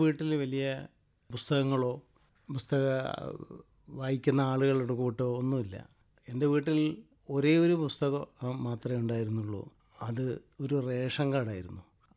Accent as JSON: {"language": "Malayalam", "town": "Kannur", "region": "Kerala", "country": "India", "also_born_or_lived": "Valapattanam", "said": "ഞാൻ പറഞ്ഞു കണ്ണൂരിൽ നിന്നാണ്, ഇന്ന സ്ഥലത്തു നിന്നാണ്."}